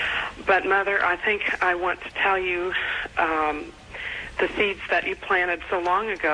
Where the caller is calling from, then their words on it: Indiana, United States; Mother, I'm calling from Indiana.